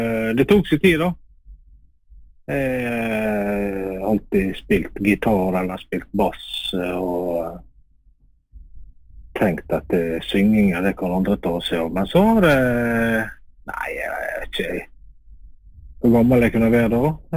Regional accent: Valderøya, Møre og Romsdal, Norway; now in Langevågen, Norway; Jeg er sunnmøring. Fett og oppvost på Valderøya. Han bor i Langevågen, rett utenfor Ålesund nå.

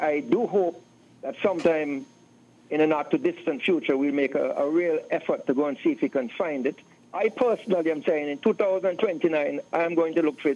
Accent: St. Kitts & Nevis; I remember I'm old guard now. So I grew up in Thinkits and Nevis and cricket was the biggest thing.

